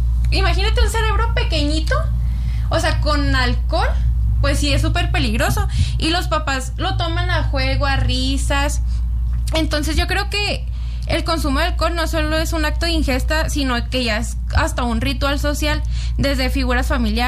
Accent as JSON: {"language": "Spanish", "country": "Mexico", "said": "como mexicanos tenemos súper normalizado el consumo de alcohol desde pequeños"}